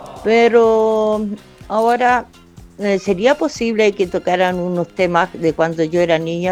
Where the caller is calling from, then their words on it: Valparaíso, Chile; vivo en Valparaíso.